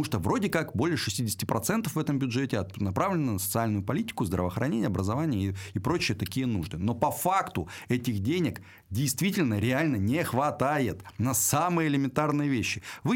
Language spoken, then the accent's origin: Russian; Pechora, Komi Republic, Russia; в том же моем родном городе Печоре 40% жилого фонда является аварийным.